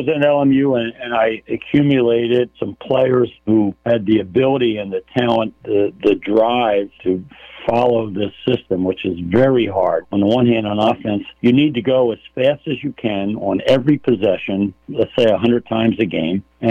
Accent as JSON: {"language": "English", "town": "Philadelphia", "region": "Pennsylvania", "country": "United States", "tie": "born or raised there", "said": "And we win the championship, ironically, in my hometown."}